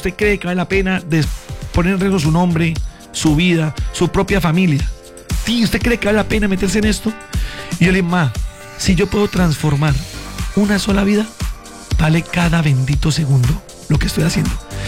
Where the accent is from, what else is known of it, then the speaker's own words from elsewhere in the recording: Colombia; Somos colombianos dueños de este país y nos han tratado como perros. Nos han tratado como lo peor y somos dueños de este país.